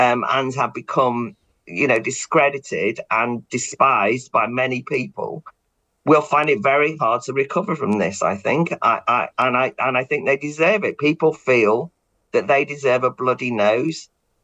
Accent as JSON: {"language": "English", "town": "Buckley", "region": "Wales", "country": "United Kingdom", "said": "I'm from Wales, by the way"}